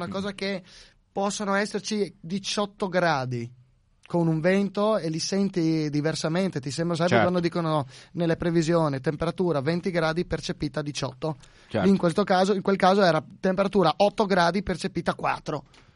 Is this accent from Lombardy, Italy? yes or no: no; Friuli-Venezia Giulia, Italy; io sono friulano, io sono abituato al freddo